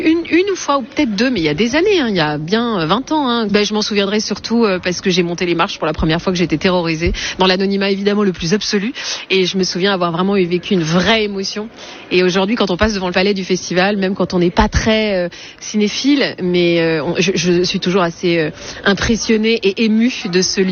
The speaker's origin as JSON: {"language": "French", "region": "Hauts-de-France", "country": "France", "said": "Donc, donc moi, je suis plutôt du Nord."}